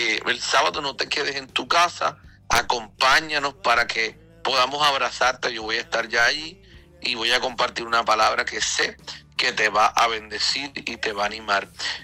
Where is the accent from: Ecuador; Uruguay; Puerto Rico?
Puerto Rico; mi pueblo, al pueblo de Puerto Rico, al pueblo puertorriqueño